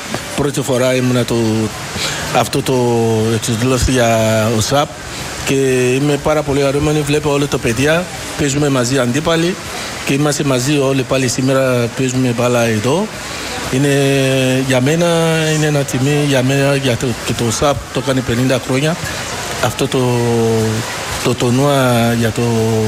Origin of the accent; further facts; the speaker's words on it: Greece; Greek is a second language; είναι από Ελλάδα, γιατί εδώ μεγαλώνω. Από το μικρό μου, γι' αυτό έχω την αγάπη Ελλάδα, γι' αυτό και εγώ είμαι από εδώ, από Ελλάδα.